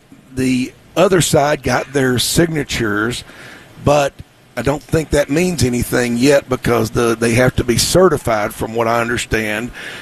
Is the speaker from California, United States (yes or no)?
no; Nashville, Tennessee, United States; I grew up in East Nashville. I grew up on the other side of Shelby Park.